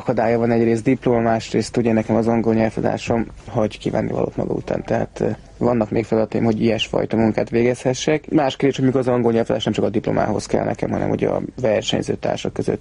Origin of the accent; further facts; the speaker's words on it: Budapest, Hungary; born there; Pesten születtem, ott is lakomanyaik, azok érre költöztek 4 évvel ezelőtt, 2 kutyával ott.